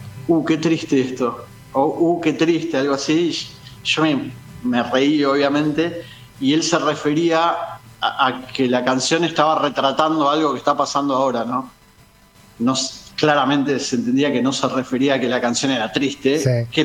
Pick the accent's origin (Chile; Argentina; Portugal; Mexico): Argentina; La Plata, Buenos Aires Province; soy de La Plata